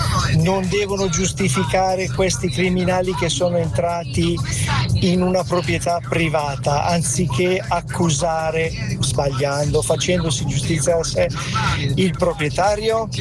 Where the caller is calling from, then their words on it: Cavenago, Lombardy, Italy; da Cavenago.